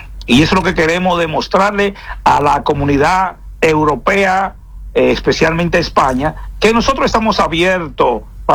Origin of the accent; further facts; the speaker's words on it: Dominican Republic; somos dominicanos y llevamos a República Dominicana en nuestro corazón